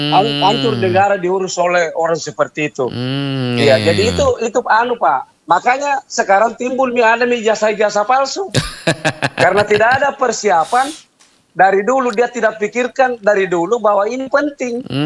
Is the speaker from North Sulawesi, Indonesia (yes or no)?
no; South Sulawesi, Indonesia; Kita orang Sulsel.